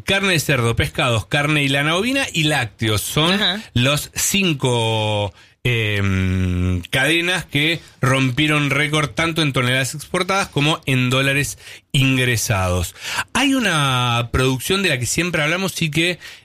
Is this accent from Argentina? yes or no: yes; Tucumán, Argentina; Sí, eso siempre somos tucumanos.